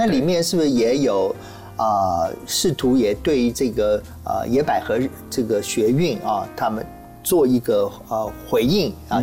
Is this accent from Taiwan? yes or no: yes; Taiwan; 对我们台湾人来讲的话